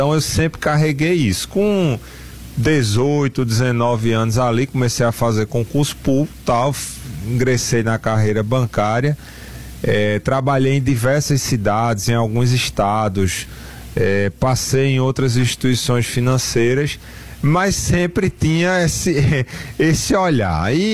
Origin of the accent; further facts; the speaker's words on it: Aliança, Pernambuco, Brazil; eu sou natural, né, de Aliança.